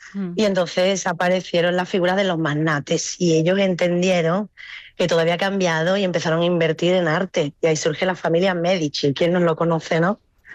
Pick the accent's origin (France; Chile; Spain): Spain; Huelva, Andalusia; Soy de Huelva.